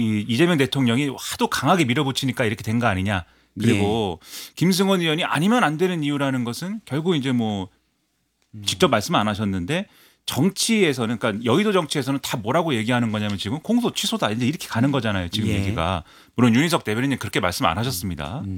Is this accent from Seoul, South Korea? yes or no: no; Suwon, Gyeonggi Province, South Korea; 제 수원 출신이니까